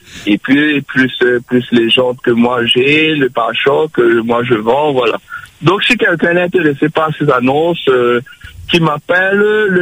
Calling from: Réunion; Moi, j'appelle de l'Est.

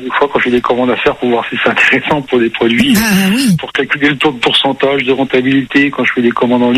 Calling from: Grand Est, France; comme je suis lorrain, vosgien d'origine

